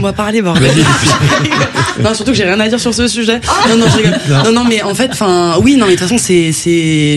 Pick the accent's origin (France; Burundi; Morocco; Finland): France; Saint-Denis, Île-de-France; On a grandi à Saint-Denis dans le 93.